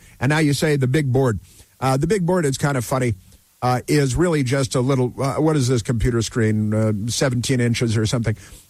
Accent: Chicago, Illinois, United States; Oh, of course, I recall, growing up in Chicago and … their first album.

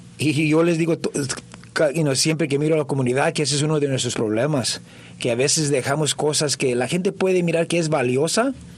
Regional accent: Oxnard, California, United States; Yo crecí aquí en Oxnard y no pienso en irme

